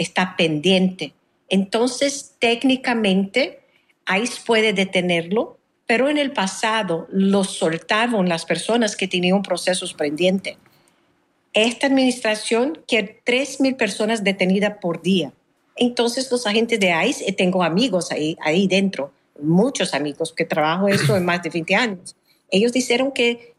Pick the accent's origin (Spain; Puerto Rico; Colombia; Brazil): Brazil; Spanish is a second language; now in United States; soy brasilera.